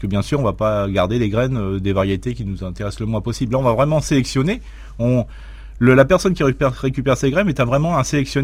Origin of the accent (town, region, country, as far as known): Grand Est, France